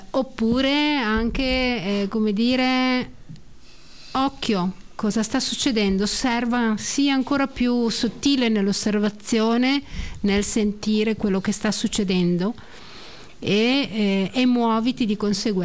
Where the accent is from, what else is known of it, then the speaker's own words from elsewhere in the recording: Sardinia, Italy; Io vengo dalla Sardegna